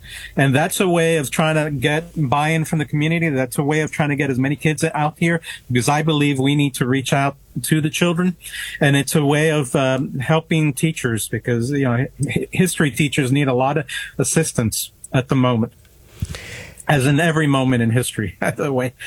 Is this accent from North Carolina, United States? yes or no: no; New York City, New York, United States; also born or lived in Tuxedo; I'm from New York City and upstate New York and Tuxedo.